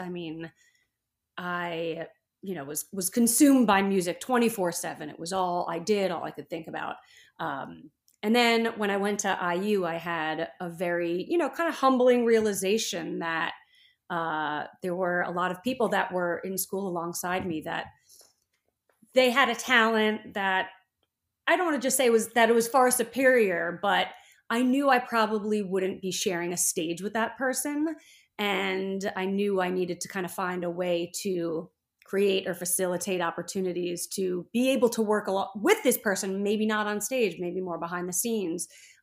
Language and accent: English; New York, United States; I did grow up in New York.